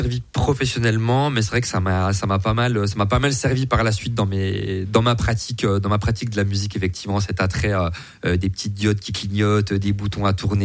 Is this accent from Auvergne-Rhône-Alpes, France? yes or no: no; Bourgogne-Franche-Comté, France; moved away as an adult; also born or lived in Dole; now in Besançon, France; je suis né à Besançon, voilà. Et puis j'ai grandi pas très loin dans le Jura. Et puis je suis revenu il y a un moment. Donc oui, 100% de Besançon